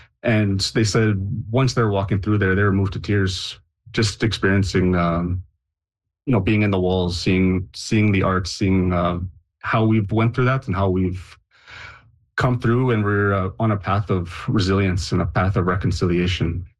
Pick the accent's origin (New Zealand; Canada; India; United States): Canada; Long Plains First Nation, Manitoba; And I'm just from Long Plains First Nation.